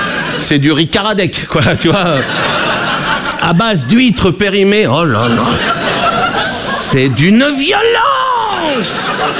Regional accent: Brittany, France; Je suis breton. Moi, j'ai été accepté en Bretagne.

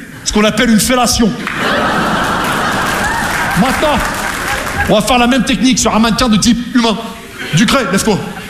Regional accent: Rouen, Normandy, France; moi je viens de Rouen, tu vois, la Normandie, les Vikings, on est tous un peu des...

